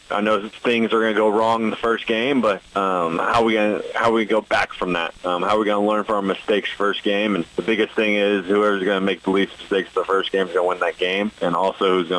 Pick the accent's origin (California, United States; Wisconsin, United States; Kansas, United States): Kansas, United States; Olathe; moved away as an adult; Yeah, so again … I'm originally from Olathe, Kansas. I'm born and raised, went to St. Thomas Aquinas High School.